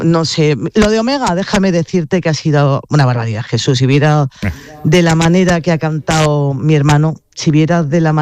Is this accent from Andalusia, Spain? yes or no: yes; Granada, Andalusia, Spain; yo soy de Granada, soy una enamorada de mi tierra